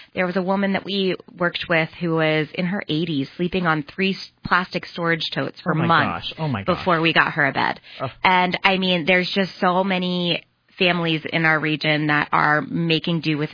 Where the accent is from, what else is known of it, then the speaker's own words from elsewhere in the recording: Mifflinburg, Pennsylvania, United States; When I, growing up in Mifflinburg, I was very, very young, maybe around 4 when my parents got a divorce.